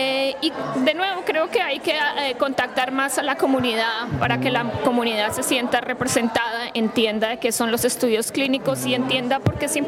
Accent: Colombia; moved away as an adult; now in Columbia, Missouri, United States; Soy colombiana, sí.

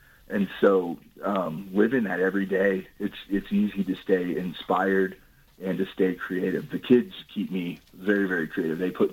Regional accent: Bloomington, Illinois, United States; moved away as an adult; now in Mexico, Missouri, United States; I am from Bloomington, Normal, Illinois originally, but we've lived in Mexico for 21 years now.

